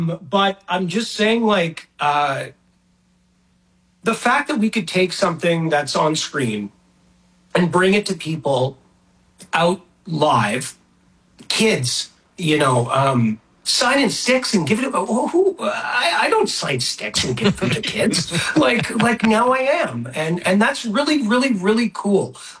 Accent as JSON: {"language": "English", "region": "Nova Scotia", "country": "Canada", "tie": "born or raised there", "said": "I grew up in Nova Scotia."}